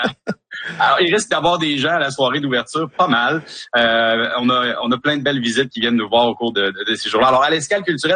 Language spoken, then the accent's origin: French; Quebec, Canada; Et tout ça, c'est chez nous, au Québec, sur la Côte-Nord